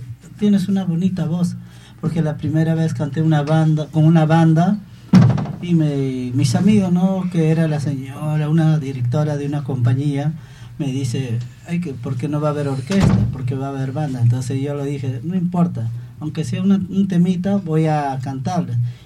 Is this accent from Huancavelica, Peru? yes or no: yes; Huancavelica, Peru; yo soy natural de Huancavelica, de provincia de Huancavelica, distrito de Huayahuara. Es un pequeño pueblito que son mis padres y mis madres. Mi madre de Iaco es un pueblito también lejanito.